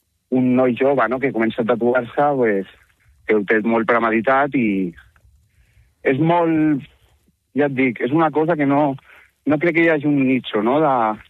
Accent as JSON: {"language": "Catalan", "town": "Barcelona", "region": "Catalonia", "country": "Spain", "said": "jo soc de Barcelona."}